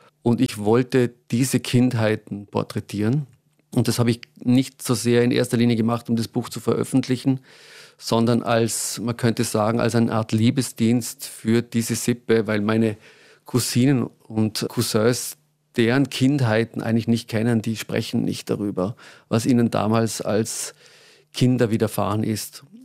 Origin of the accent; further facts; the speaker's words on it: Austria; Wenn ich das als Österreicher schreibe, hat das auch etwas Politisches.